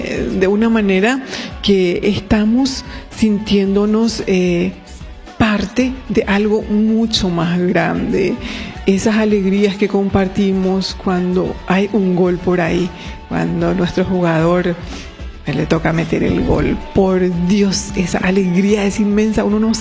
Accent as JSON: {"language": "Spanish", "country": "Paraguay", "said": "Yo soy paraguayo, y como paraguayo me siento orgulloso, y como paraguaya me siento orgullosa"}